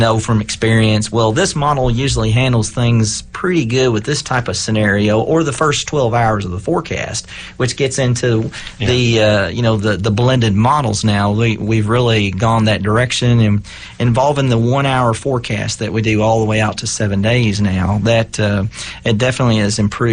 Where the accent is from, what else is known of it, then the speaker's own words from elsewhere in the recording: Henderson County, Kentucky, United States; So I grew up in Henderson County and really was interested in weather.